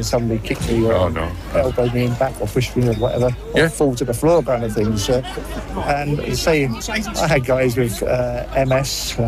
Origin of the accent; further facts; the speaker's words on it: London, United Kingdom; I'm from London.